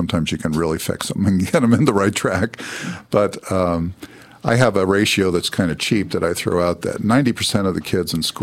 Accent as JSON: {"language": "English", "town": "Indianapolis", "region": "Indiana", "country": "United States", "moved": "yes", "said": "I come from Indianapolis, so with 2 million people and counting, that area is growing. Mm-hmm. Central Indiana is growing."}